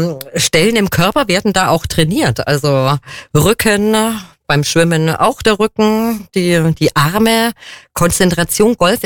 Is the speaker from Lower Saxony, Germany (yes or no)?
no; Kempten, Bavaria, Germany; Ich bin ja auch eine gebürtige Kemptnerin.